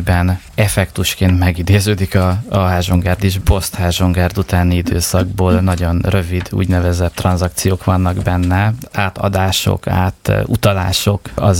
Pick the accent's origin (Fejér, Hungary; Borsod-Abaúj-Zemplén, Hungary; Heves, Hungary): Borsod-Abaúj-Zemplén, Hungary; Szendrő; born there; moved away; also born or lived in Cluj-Napoca; Szendrőben születtem